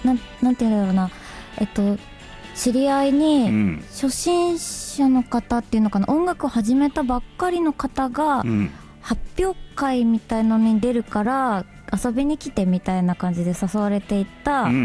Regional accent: Hokuriku, Japan; はい、北陸地方なんですけど、うん、結構田舎で

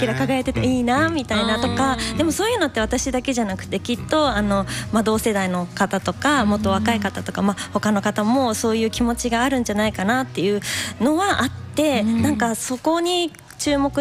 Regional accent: Nagaoka, Niigata, Japan; そして最後は私の地元新潟県の長岡の音楽食

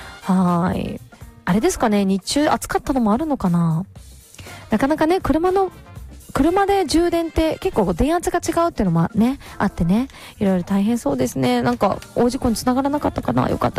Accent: Nishinomiya, Hyogo, Japan; 我が地元兵庫県の西宮市にやってくるとのことで、 阪急西宮ガーデンズへ行きました。

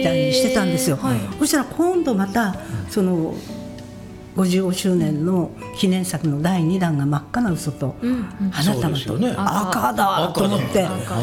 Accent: Sapporo, Hokkaido, Japan; moved away as an adult; うちのおばあちゃんね青森県出身なのね、うん、でお母ちゃんと私が札幌で生まれ育ったんですけれども

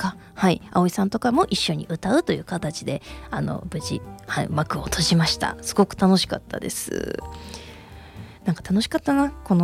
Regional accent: Kansai, Japan; 私生粋の関西人なので

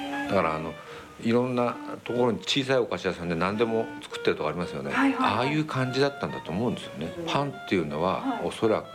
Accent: Akita, Japan; 秋田なんですけど。

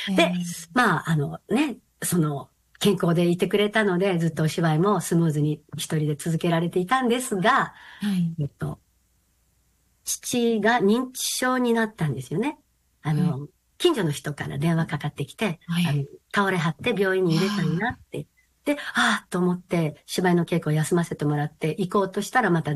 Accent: Kyoto, Japan; moved away as an adult; now in Tokyo, Japan; 私は京都なんですけど

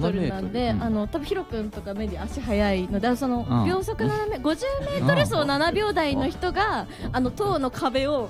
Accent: Tokyo, Japan; 東京都で生まれて早21年東京都で育ちましたが

